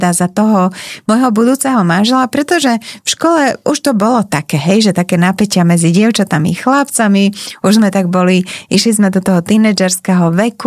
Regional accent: Bratislava, Bratislava Region, Slovakia; Ja som z Bratislavy.

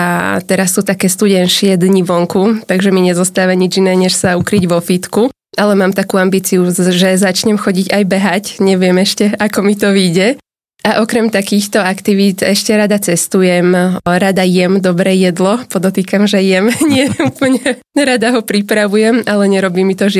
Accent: Dubník, Nitra Region, Slovakia; Tak ja síce hovorím väčšinou, že som z Nových Zámkov, ale rozprávam to len preto, lebo to je taký záchytný bod. Kebyže poviem, že bývam v Dubníku, tak každý by sa na mňa pozrel, že nemám šajnu.

